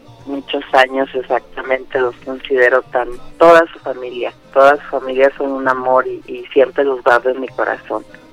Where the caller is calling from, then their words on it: Ameca, Jalisco, Mexico; Vivo en Ameca y tengo mi ranchito y está solita por allá.